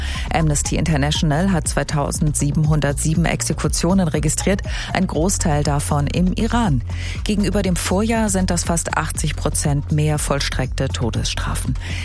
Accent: Rhineland-Palatinate, Germany; moved away; ich komme doch aus Rheinland-Pfalz.

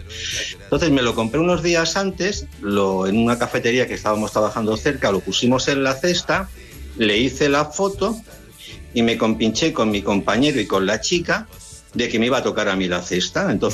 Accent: Guadalajara, Castilla-La Mancha, Spain; soy de Guadalajara.

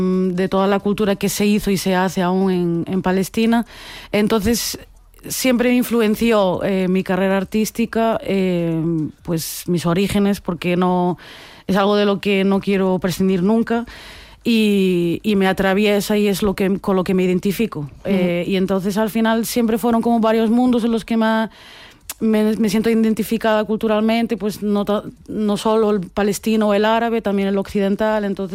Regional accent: Santiago de Compostela, Galicia, Spain; born there; Sí, nací en Santiago de Compostela, que fue donde migró mi familia.

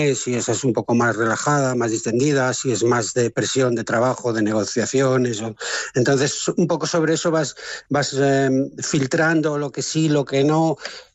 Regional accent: Galicia, Spain; Y bueno, yo soy gallego, mi mano en la cocina española siempre está detrás

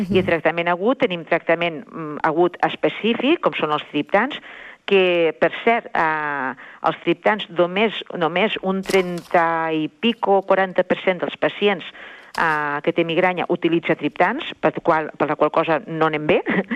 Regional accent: Tortosa, Catalonia, Spain; moved away

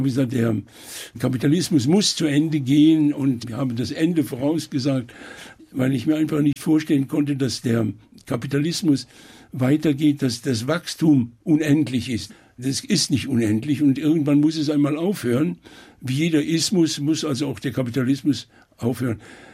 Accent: Germany; dass ich eigentlich also eben doch typisch deutsch war.

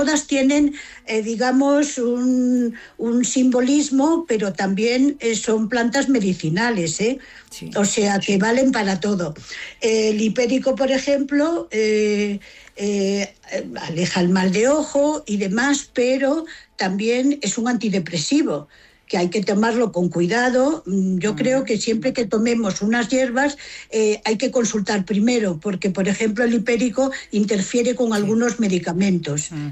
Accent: Galicia, Spain; Sí, yo soy gallega, además.

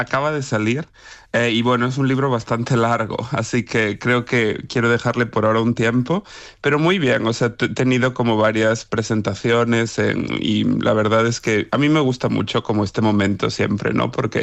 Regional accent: Vilalba, Galicia, Spain; somos los dos de Vilalba

